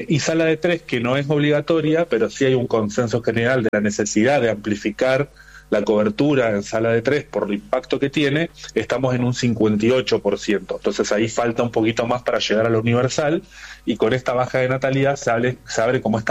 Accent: Santa Fe, Argentina; yo soy de Santa Fe, por ejemplo, en la ciudad de Santa Fe

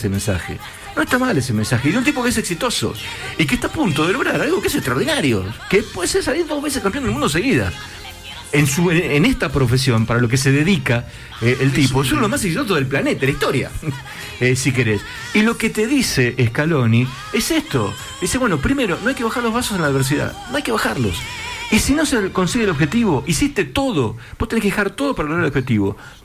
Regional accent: Argentina; nosotros como argentinos, que vivimos en medio de la grieta

